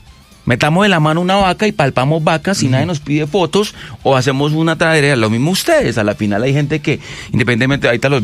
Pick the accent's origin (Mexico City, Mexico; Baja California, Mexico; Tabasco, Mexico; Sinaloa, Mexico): Mexico City, Mexico; Sí, yo soy de la Condesa, de la Roma, de esta gente, me aburrí.